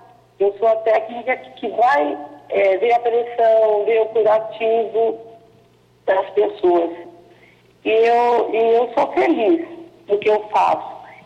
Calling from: Paranavaí, Paraná, Brazil; Eu falo de Paranavaí.

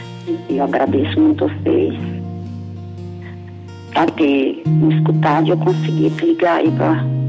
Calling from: Salinas, Minas Gerais, Brazil; Eu falo de Salinas, Minas Gerais.

